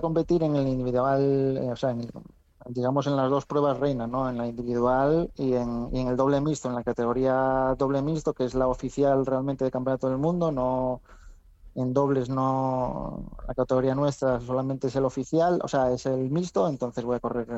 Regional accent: Ribadesella, Asturias, Spain; yo soy de Ribadesella y entreno en Ribadesella

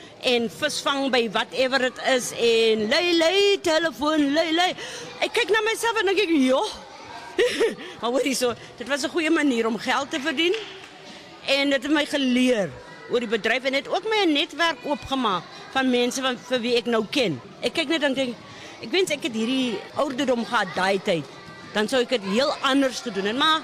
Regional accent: Strand, Western Cape, South Africa; Waar kom ek vandaan? Ek is 'n meisie van die Strand.

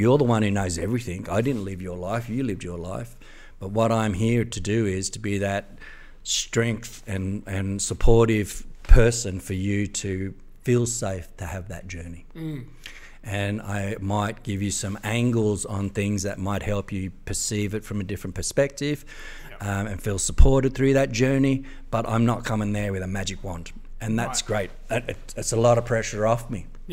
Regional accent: Sydney, New South Wales, Australia; I grew up in Granville, a very multicultural place, and I loved

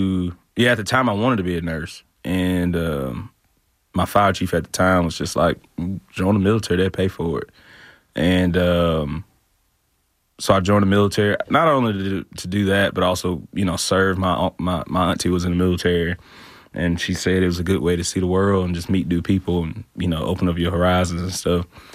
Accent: Alabama, United States; A town called Ellic City in Alabama.

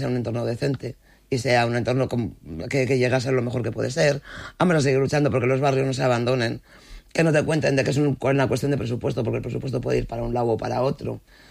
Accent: Castile and León, Spain; aunque somos castellanos y celebramos Villalar.

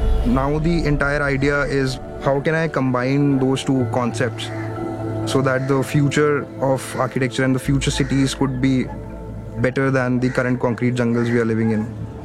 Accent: Dehradun, Uttarakhand, India; now in Delhi, India; I am from Dehradun, which is like a valley, and it is close to the Himalayas. It's all very green and very, very beautiful.

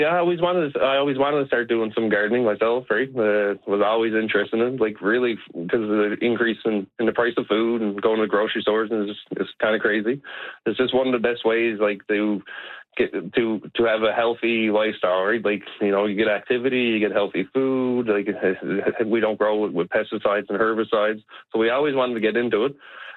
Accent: Witless Bay, Newfoundland and Labrador, Canada; I remember growing up, I'm from Whitless Bay on the Southern Shore.

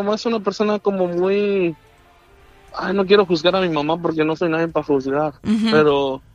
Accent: Puebla, Mexico; moved away as an adult; now in United States; yo me salí de mi pueblo. Yo estudié hasta el bachillerato y luego me salí de mi pueblo, fui a estudiar a la universidad a Puebla.

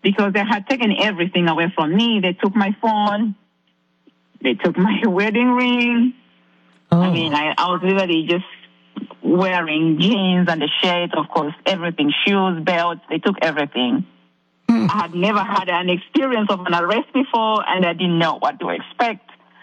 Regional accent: Zambia; I am I'm not a U.S. citizen. I'm from Zambia, Africa.

